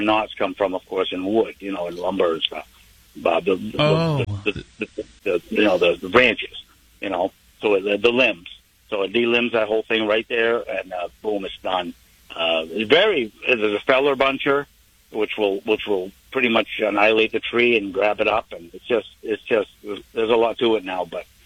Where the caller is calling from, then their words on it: Maine, United States; I'm from Maine